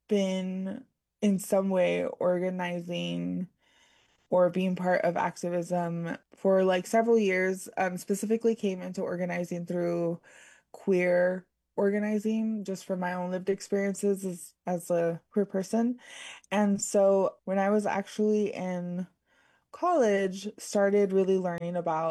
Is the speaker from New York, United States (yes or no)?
no; Texas, United States; I'm from the Rio Grande Valley, and so moved back there after college.